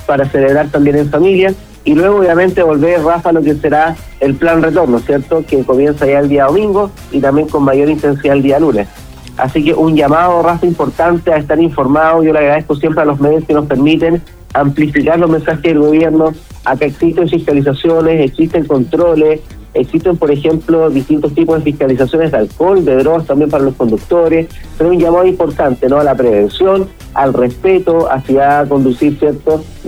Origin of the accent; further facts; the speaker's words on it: Machalí, O'Higgins, Chile; Yo soy de Machalí